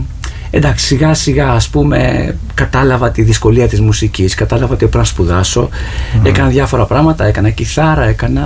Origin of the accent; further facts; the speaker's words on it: Corinth, Peloponnese, Greece; born there; Εγώ τώρα είμαι από Κόρινθο.